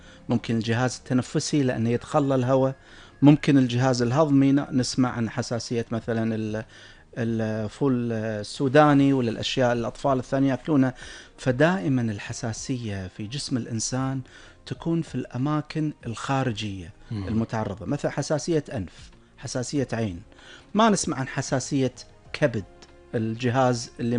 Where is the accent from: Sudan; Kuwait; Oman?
Kuwait; احنا عندنا في الكويت